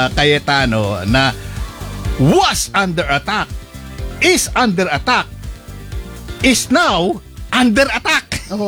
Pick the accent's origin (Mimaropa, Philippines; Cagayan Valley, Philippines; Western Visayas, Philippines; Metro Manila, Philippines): Cagayan Valley, Philippines; Aba, idun sa amin sa Isabela.